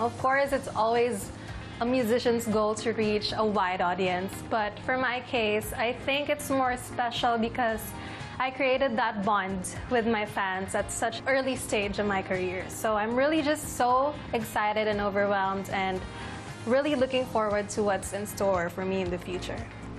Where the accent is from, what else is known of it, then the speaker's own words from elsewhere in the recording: Philippines; a lot of people think that I'm not from the Philippines, but I actually am. I was born here, I was raised here, so marunong ako mag-Tagalog. Medyo jeje nga ako, actually. So, yeah, I'm not Philam. I'm pure Filipino.